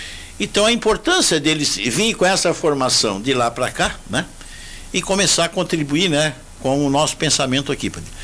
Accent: Brazil

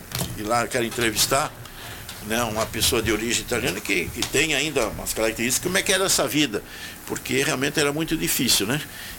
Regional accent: Brazil; Eu sou brasileiro entusiasmado, né?

